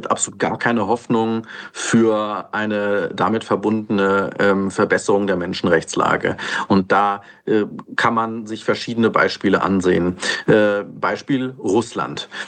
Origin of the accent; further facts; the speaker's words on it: Iran; German is a second language; Wir wollen keine Muslime sein. Wir sind Iraner.